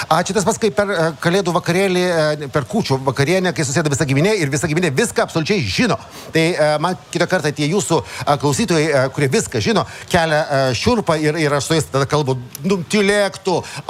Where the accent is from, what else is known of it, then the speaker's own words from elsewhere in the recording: Vilnius, Vilnius County, Lithuania; aš taip noriu grįžti į savo gimtąjį miestą